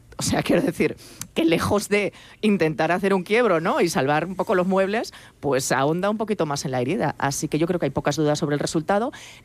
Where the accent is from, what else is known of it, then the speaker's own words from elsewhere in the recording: Aragon, Spain; hemos visto Bénega o Chunta Aragonesista en mi tierra, que también crecieron